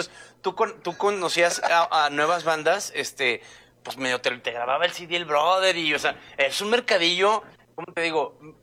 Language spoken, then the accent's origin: Spanish; Chihuahua, Mexico; moved away; Yo soy de Chihuahua